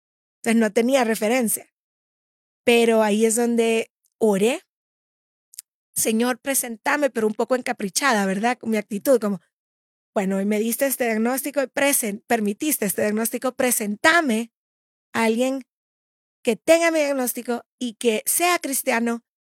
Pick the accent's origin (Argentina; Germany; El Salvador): El Salvador; en mi país, El Salvador